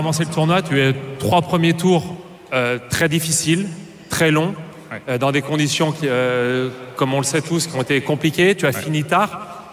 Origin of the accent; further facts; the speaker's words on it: France; en tant que Français